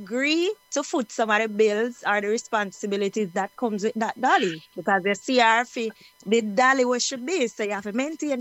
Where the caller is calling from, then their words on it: Jamaica; No, we are Jamaican.